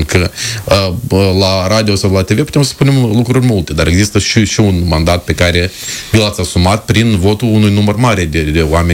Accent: Chișinău, Moldova; din impozitele mele ca și chișinăuian

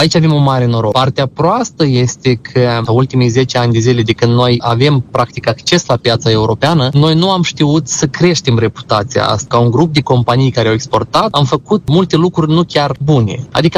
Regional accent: Moldova

